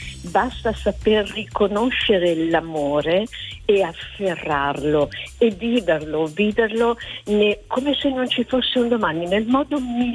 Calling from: Milan, Lombardy, Italy; mm-hmm. E sono di Milano. Ho 70 anni, li ho compiuti la settimana scorsa.

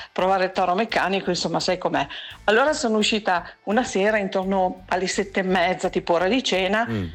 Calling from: Collecchio, Emilia-Romagna, Italy; da Collecchio.

